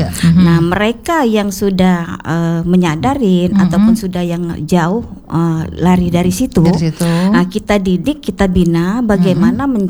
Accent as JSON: {"language": "Indonesian", "town": "Palembang", "region": "South Sumatra", "country": "Indonesia", "said": "apalagi untuk Palembang, berarti kota kita sendiri kan."}